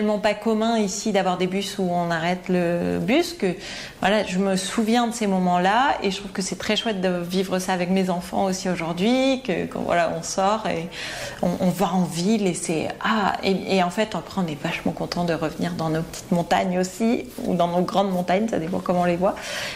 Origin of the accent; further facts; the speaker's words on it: Porté-Puymorens, Occitanie, France; J'ai grandi à Portet-Puymorens, qui est vraiment aux portes de l'Ariège